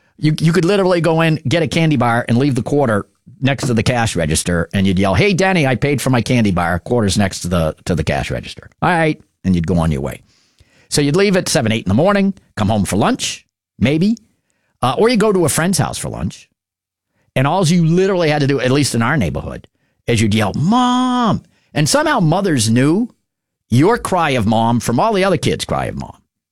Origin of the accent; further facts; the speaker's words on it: Marlborough, United States; also born or lived in Surry; I grew up late 60s, early 70s. I moved to Marlborough in 69, summer of 69, 70. Started first grade in Marlborough. And my grandparents had their house right on Main Street. My parents, we moved from Surrey